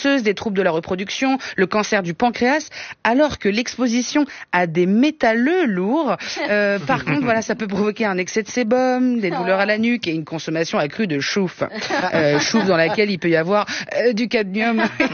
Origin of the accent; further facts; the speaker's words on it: Italy; Et ça, personne n'y croit que je suis italienne là.